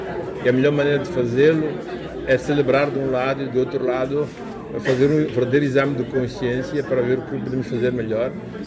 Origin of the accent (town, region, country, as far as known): Mozambique